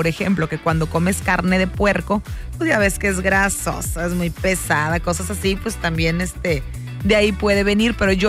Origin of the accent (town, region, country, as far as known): Mexico